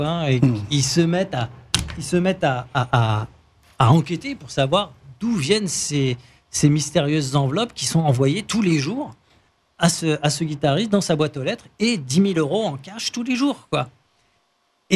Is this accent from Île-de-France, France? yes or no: yes; Cergy, Île-de-France, France; je suis de Cergy.